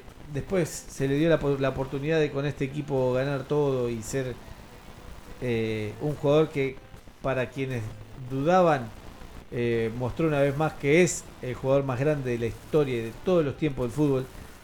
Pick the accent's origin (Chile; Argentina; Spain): Argentina; guardemos nuestra argentinidad